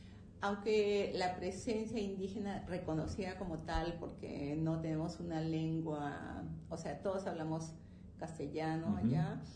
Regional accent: Cajamarca, Peru; also born or lived in San Miguel de Pallaques, Peru; now in Morelos, Mexico; mi primera tesis de licenciatura fue sobre el arte textil de San Miguel de Payaque, ¿no? Donde yo nací.

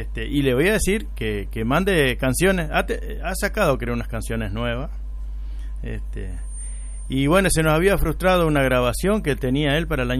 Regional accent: Uruguay; born there; moved away as an adult; now in Montevideo, Uruguay

